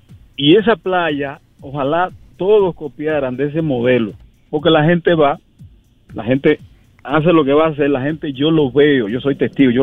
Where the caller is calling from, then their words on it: Santiago de los Caballeros, Santiago, Dominican Republic; Yo vivo en Santiago de los Caballeros.